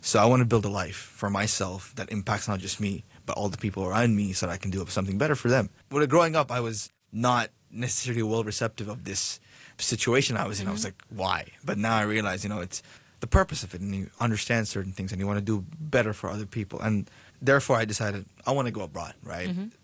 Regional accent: Bangladesh; moved away as an adult; now in Hong Kong; I'm originally from Bangladesh. I came to Hong Kong around 3.5 years back for university particularly.

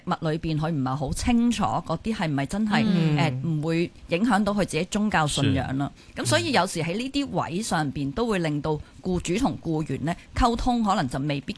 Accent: China; 舉個例啦，我諗我哋中國人就好中意咧，同啲姐姐去飲茶嘅

